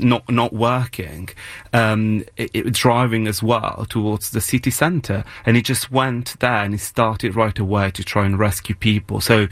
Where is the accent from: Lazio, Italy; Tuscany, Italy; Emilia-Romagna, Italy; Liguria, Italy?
Liguria, Italy; Genoa; I was actually in my hometown. I was driving into town from my parents' place, and I did see it.